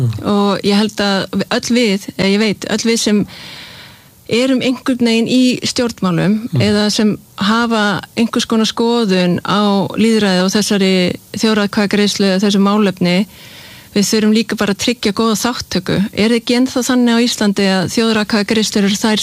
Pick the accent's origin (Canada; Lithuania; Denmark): Denmark; Ég meina ég ólst upp í Evrópusambandinu. Ég veit nákvæmlega hvaða kostir og hvaða gallar. Ég meina ég ólst upp í Danmörku.